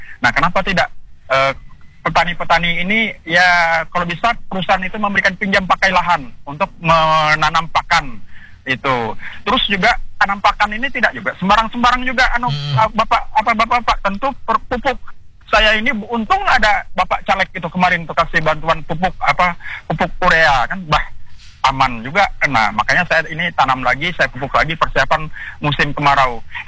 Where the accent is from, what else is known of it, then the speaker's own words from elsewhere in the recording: East Kalimantan, Indonesia; kami orang Dayak